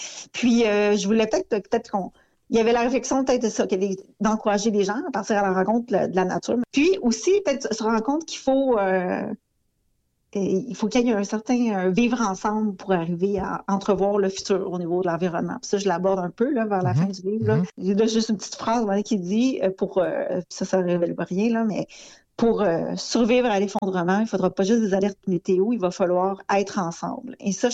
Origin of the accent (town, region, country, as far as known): L'Ascension, Quebec, Canada; born or raised there